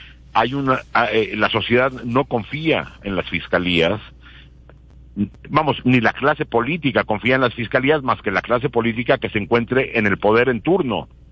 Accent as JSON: {"language": "Spanish", "country": "Mexico", "said": "sabemos como mexicanos"}